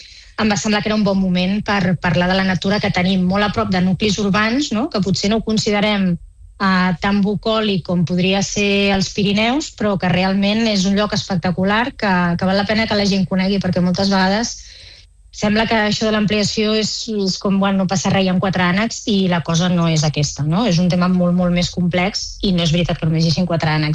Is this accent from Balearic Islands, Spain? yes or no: no; El Prat de Llobregat, Catalonia, Spain; jo sóc del Prat.